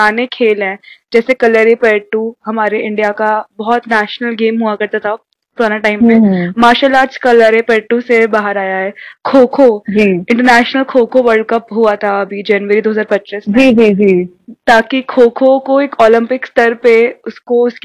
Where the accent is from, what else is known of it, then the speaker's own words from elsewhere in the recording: Narsinghpur, Madhya Pradesh, India; जी नहीं, मैं नरसिंहपुर से हूँ जो जबलपुर के पास आता है